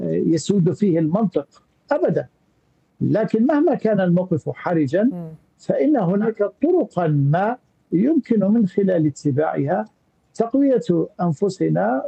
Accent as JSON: {"language": "Arabic", "country": "Syria", "said": "أعود للقول أننا كسوريين كلما تماسكنا أكثر،"}